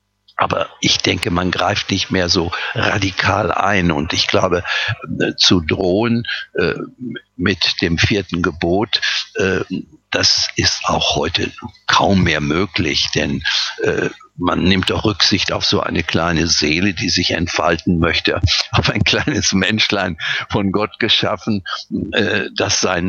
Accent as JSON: {"language": "German", "town": "Rheine", "region": "North Rhine-Westphalia", "country": "Germany", "tie": "born or raised there", "said": "besuchte kranke Soldaten bei uns in Norddeutschland, in Rheine, in einem Krankenhaus fast täglich."}